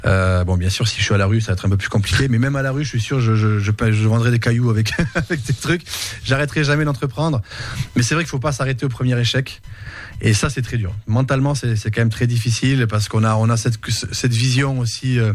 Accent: Mirepoix, Occitanie, France; moved away as an adult; also born or lived in Toulouse / Chicago / Miami; Non mais je suis parti de Mirepoix en Ariège. J'ai fait Mirepoix, Toulouse, Chicago, Miami. Bon. Et je parlais pas l'anglais.

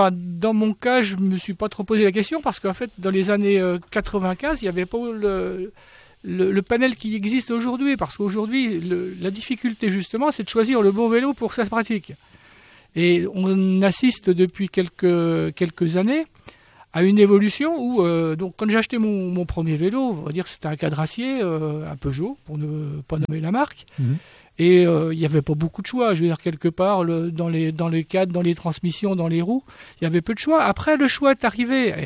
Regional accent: Bourgogne-Franche-Comté, France; moved away as an adult; now in Seine-et-Marne, France; j'habitais en Bourgogne. Et d'ailleurs, je suis natif de Bourgogne.

